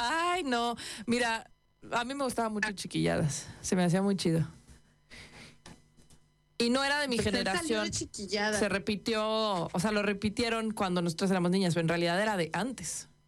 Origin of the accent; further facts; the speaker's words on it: Naucalpan, State of Mexico, Mexico; yo ahí, de ahí soy, o sea, no nací ahí, pero es verdad que somos los más apestados de la Ciudad de México